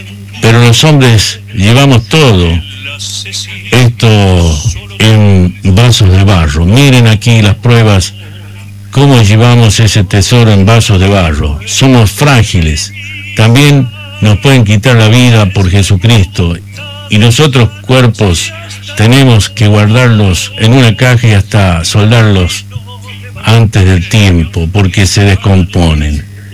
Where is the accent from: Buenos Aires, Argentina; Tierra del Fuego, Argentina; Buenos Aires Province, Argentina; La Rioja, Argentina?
La Rioja, Argentina; de todos como riojanos